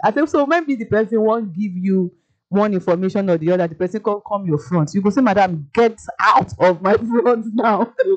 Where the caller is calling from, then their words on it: Lagos, Nigeria; I'm listening from Ikoyi.